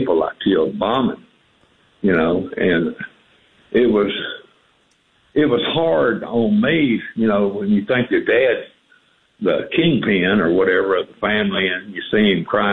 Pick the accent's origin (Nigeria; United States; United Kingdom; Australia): United States; Bangor, Maine; born there; also born or lived in Mississippi; I was born in Bangor, Maine. They say I was a maniac, but then I moved to Mississippi